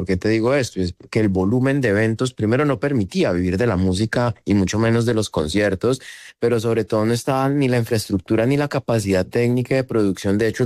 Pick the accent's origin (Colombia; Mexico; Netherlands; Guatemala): Colombia; Bogotá; born there; Yo, si bien nací en Bogotá en el año 77, la primera parte de mi vida, muy pequeño, nos fuimos a vivir mi papá se movió a Iconoso.